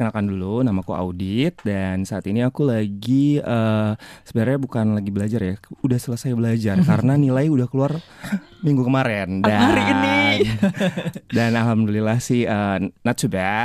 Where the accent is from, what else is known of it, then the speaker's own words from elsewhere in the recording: Bekasi, West Java, Indonesia; sebagai orang Bekasi